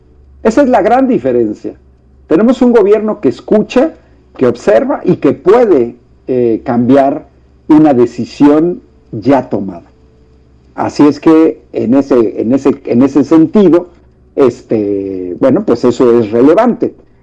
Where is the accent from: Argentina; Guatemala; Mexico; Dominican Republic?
Mexico; nosotros como mexicanos